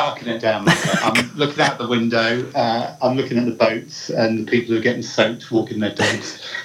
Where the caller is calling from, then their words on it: Portishead, South West England, United Kingdom; I'm calling from Portishead.